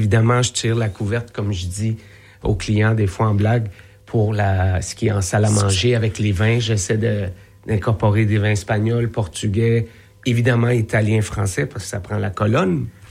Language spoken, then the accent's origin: French; Quebec, Canada; also born or lived in Spain; je suis espagnol, mais j'ai grandi quand même au Québec.